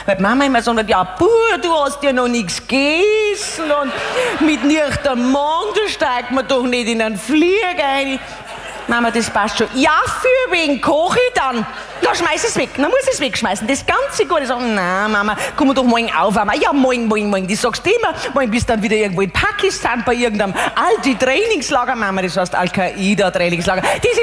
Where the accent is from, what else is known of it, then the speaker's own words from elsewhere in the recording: Bavaria, Germany; born there; Wenn man da geboren ist, wo ich geboren bin, das ist Essen wirklich wichtig. Ich meine, jeder hat eine andere Einstellung, ist schon klar. In Bayern sagt man, was der Bauer nicht kennt, das frisst er nicht.